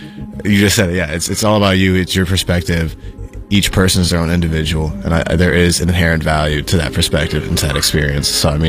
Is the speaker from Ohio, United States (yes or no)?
yes; Cleveland, Ohio, United States; I grew up in Cleveland, you know, all my life